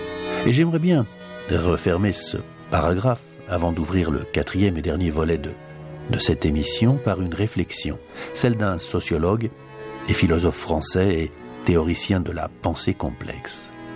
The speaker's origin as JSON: {"language": "French", "town": "Paris", "region": "Île-de-France", "country": "France", "tie": "born there", "said": "Quand j'étais jeune à Paris"}